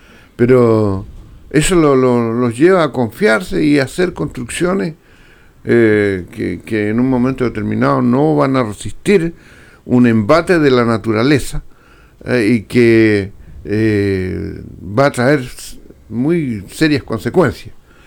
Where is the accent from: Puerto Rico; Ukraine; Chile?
Chile; nosotros también como chilenos, estamos más o menos en la línea de esta falla tectónica que abarca desde gran parte